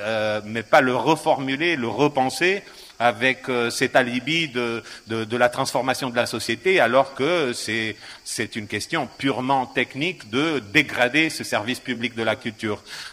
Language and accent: French; Portugal; French is a second language; now in Avignon, France; je le dis en tant que Portugais, même si Avignonais en construction